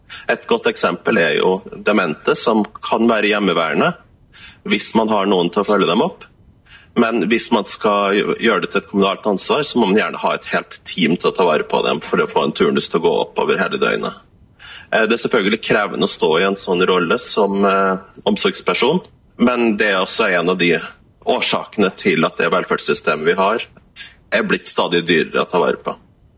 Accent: Trøndelag, Norway; now in Finnmark, Norway; Jeg vokste opp i Trøndelag

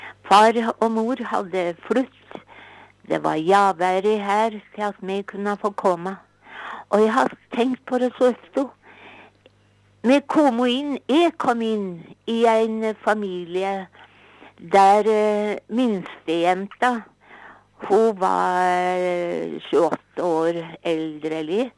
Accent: Oslo, Norway; born there; Jeg er født i Oslo i 36.

